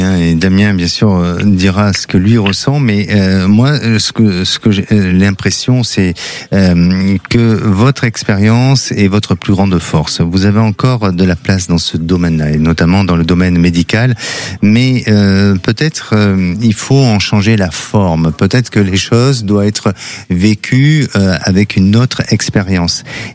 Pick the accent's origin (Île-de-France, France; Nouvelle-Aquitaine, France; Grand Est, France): Nouvelle-Aquitaine, France; Bordeaux; mais les meilleurs cannelés de Bordeaux, parce que je suis bordelais, donc je connais bien les cannelés.